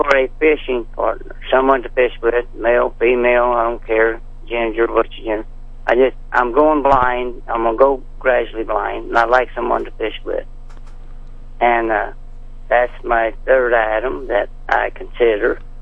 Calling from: Franklin, Missouri, United States; I'm Franklin, Missouri

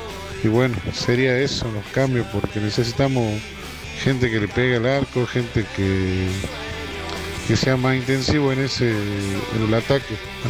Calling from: Salta, Argentina

